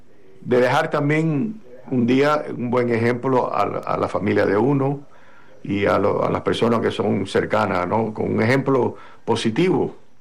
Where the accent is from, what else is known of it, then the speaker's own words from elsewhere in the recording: Cuba; por supuesto, en mi país natal, en Cuba, durante la guerra de independencia